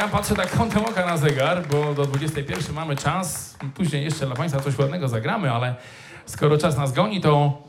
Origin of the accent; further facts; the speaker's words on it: Tricity, Pomeranian Voivodeship, Poland; Ja jestem człowiekiem z Trójmiasta